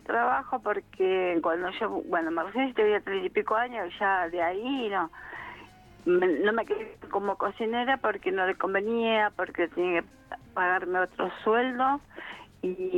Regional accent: Soldati, Buenos Aires, Argentina

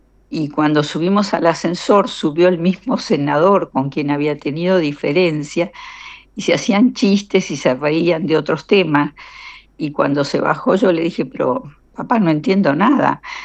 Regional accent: Argentina; me está representando a mí como argentina.

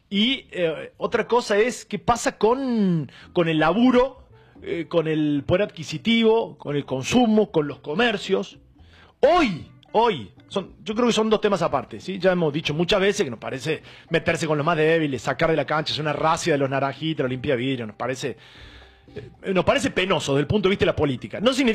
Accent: Argentina; Somos parte del Estado, ¿verdad? Del Estado de la Nación Argentina.

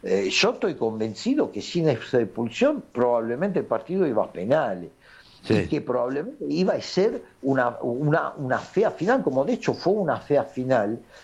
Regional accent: Italy; yo soy italiano, no es que soy argentino

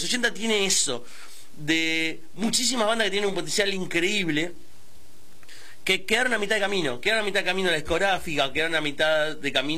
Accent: Argentina; somos argentinos y somos tercer mundo

